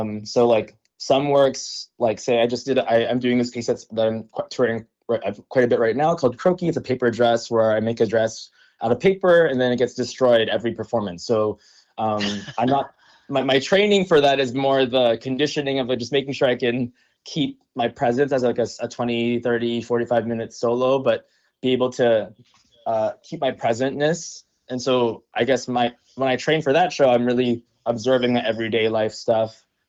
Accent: Philippines; So I got into breaking, of course, because I'm Filipino and that's what you do as a young Filipino boy, you go break dancing.

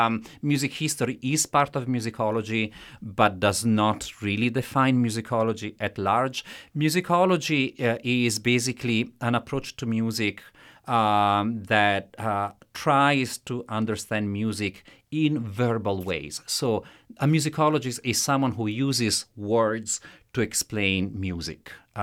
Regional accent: Italy; accent: Italian; first language Italian; English is a second language; because of course Don Giovanni is written in Italian, and I am Italian, as you can tell from my accent.

